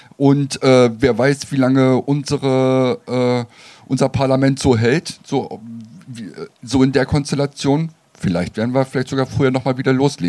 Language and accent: German; eastern Germany, Germany; now in Hanover, Germany; ich bin kein gebürtiger Lindner, ich komme ursprünglich aus den neuen Bundesländern